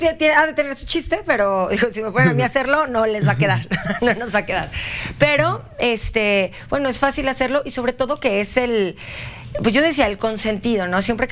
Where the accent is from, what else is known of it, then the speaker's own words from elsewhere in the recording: Mexico; como mexicanos nos encanta comer bien